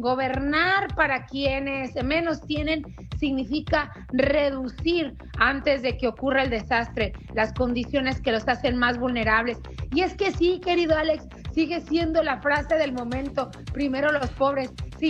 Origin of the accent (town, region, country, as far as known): Mexico